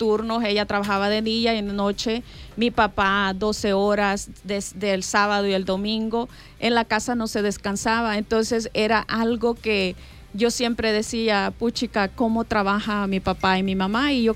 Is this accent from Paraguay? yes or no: no; El Salvador; now in Los Angeles, United States; Cuando salimos de El Salvador, fue en el 84, fue algo muy duro para mí porque yo dejaba a mis abuelos, mi abuelita y mi abuelito, que siempre ellos estuvieron con nosotros, mis amigos de la escuela. Llego a Los Ángeles...